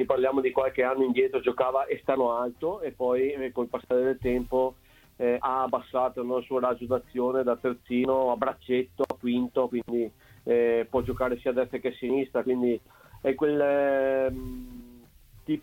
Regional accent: Venice, Veneto, Italy; lo dico da veneziano, visto che sono di queste parti qui.

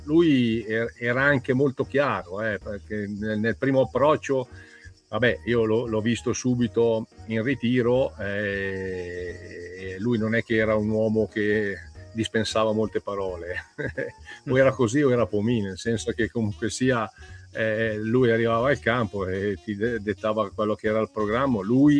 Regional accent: Como, Lombardy, Italy; parlavamo un dialetto milanese, cioè che io sono di Como, lui è di Milano.

